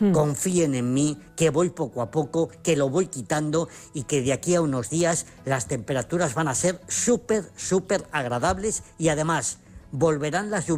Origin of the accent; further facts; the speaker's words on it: Zamora, Castile and León, Spain; Y además, como soy de Zamora y soy muy chulo